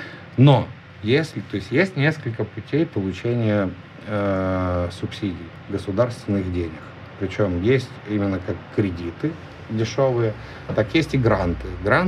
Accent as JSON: {"language": "Russian", "country": "Ukraine", "said": "В смысле, с украинцами, я сам как бы украинец, да"}